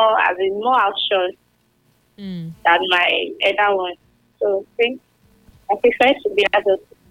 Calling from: Benin City, Edo, Nigeria; Calling from Benin.

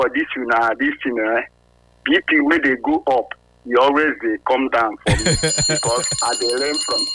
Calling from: Nigeria; I'm calling from Osakumba.

